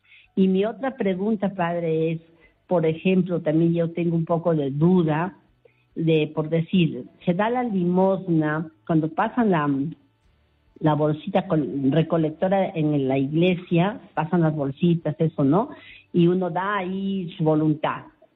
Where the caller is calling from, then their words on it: Trujillo, La Libertad, Peru; de Trujillo.